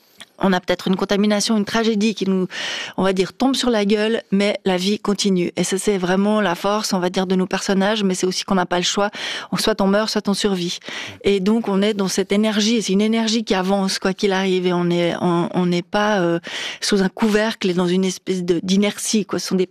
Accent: Lausanne, Vaud, Switzerland; Je pense que c'est parce qu'on est de Lausanne, on vit à Lausanne, on a le lac et cette beauté incroyable qui nous saute à la figure tous les jours

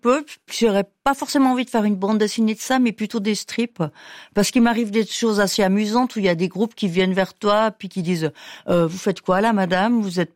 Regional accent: Valais, Switzerland; accent: Valais accent; now in Lausanne, Switzerland; un côté pegnaude avec l'accent valaisan.

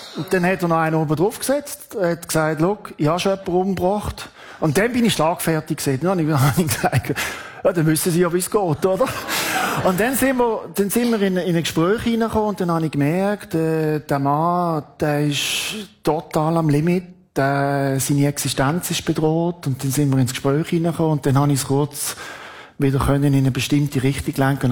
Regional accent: Basel, Basel-Stadt, Switzerland; ich bin in Basel aufgewachsen.

